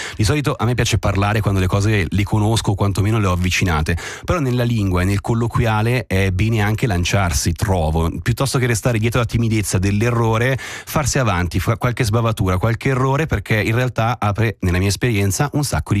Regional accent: Switzerland; Il tedesco è un po' il mio tasto dolente e mi spiace molto di questo, perché da svizzero fiero, mi viene da dire, mi piacerebbe parlare bene tutte le lingue nazionali

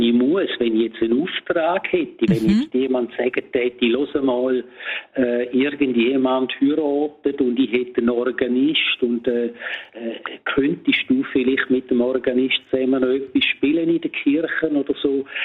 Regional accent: Domat/Ems, Graubünden, Switzerland; das ganze Dorf, wo ich aufgewachsen bin, die sitzen jetzt vor dem Fernseher und schauen zu. Mhm. Weil damals hat es in dem Dorf, wo ich aufgewachsen bin, im bündnerischen Domadems, da hat es ein Fernsehsender gegeben.

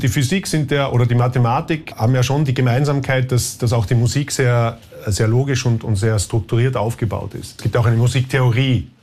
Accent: Austria; now in Switzerland; Als Österreicher

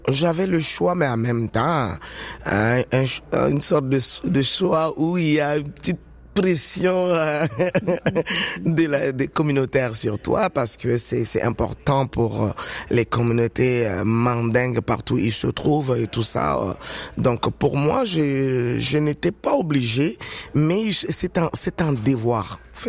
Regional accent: Quebec, Canada; on aime bien le dire au Québec, chez nous, on est Québécois, mais des différentes souches. Mm-hmm. Mais nous sommes tous Québécois.

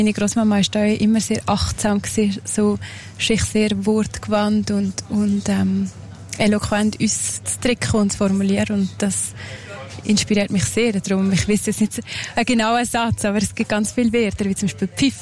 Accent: Valais, Switzerland; Ich glaube, ich bin nichts anderes als Walliserin. Ich bin, glaube schon sehr ich bin sehr stark verwurzelt.

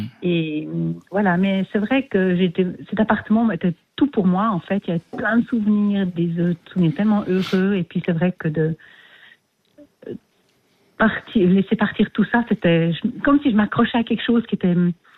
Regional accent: Geneva, Switzerland; born there; moved away; j'étais adoptée, j'avais un mois et demi. Je suis née à Genève

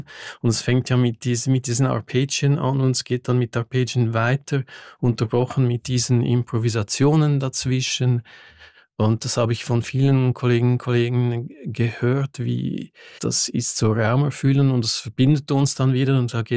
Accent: Lausanne, Vaud, Switzerland; first language French; German is a second language; Ich bin aus Lausanne, ich bin französisch aufgewachsen, das ist meine Fremdsprache hier.

